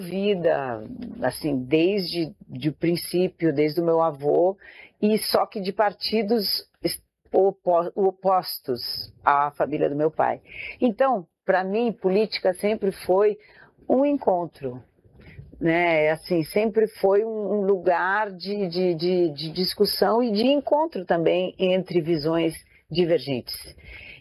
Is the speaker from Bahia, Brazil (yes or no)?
no; Rosário do Sul, Rio Grande do Sul, Brazil; born there; Eu nasci no Rio Grande do Sul, no Rosário do Sul.